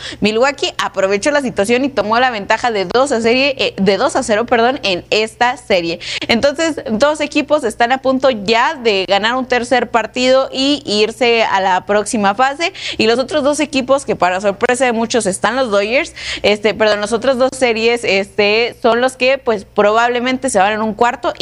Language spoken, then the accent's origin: Spanish; Mexico